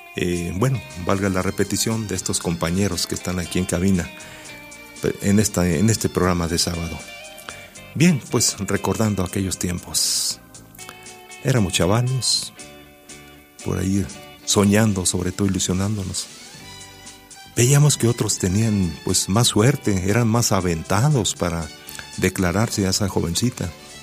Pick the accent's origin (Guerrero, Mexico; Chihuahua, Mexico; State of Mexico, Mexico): Chihuahua, Mexico; Meoqui; Recuerdo aquel tiempo en Mimeoki, allá por el barrio nuevo, por el barrio del tanque del agua, como le decíamos, el Campurías, bueno, algunos sectores de mi pueblito Meoki, Chihuahua